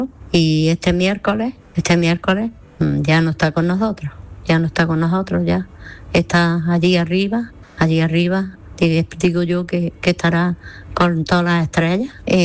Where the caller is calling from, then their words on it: Granada, Andalusia, Spain; de Granada.